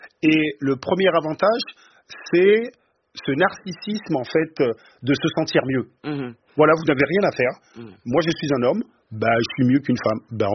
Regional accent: Guadeloupe; moved away; j'ai grandi en Guadeloupe.

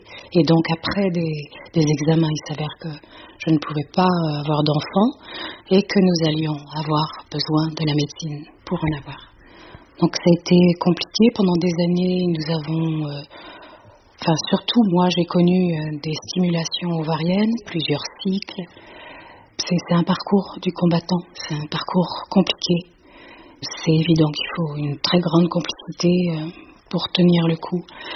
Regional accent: Nantes, Pays de la Loire, France; also born or lived in Nevers; now in Quissac, France; à Nantes, dans ma ville d'origine.

